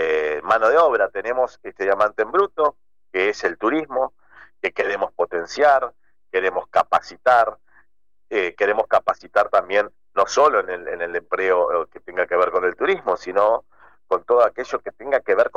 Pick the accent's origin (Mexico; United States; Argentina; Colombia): Argentina; Villa Paranacito, Entre Ríos; Sí, la verdad es mi lugar en el mundo, mi lugar en el mundo, y no hubo día que no añore la vuelta.